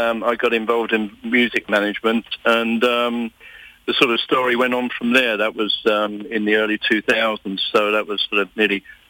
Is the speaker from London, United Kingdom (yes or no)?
yes; Elsfield, London, United Kingdom; Growing up in Elsfield, London, back in the 50s, I was sort of exposed to music, you know, from the Great American Songbook at that time, obviously.